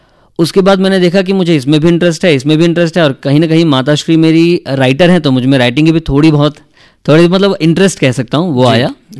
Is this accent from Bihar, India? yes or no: no; Varanasi, Uttar Pradesh, India; मैं वाराणसी से आता हूँ।